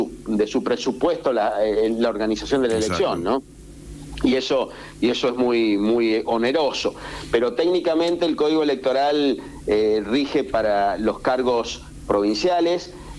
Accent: San Juan, Argentina; Somos todos los sanjuaninos

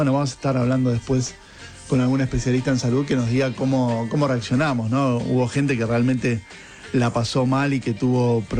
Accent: Argentina

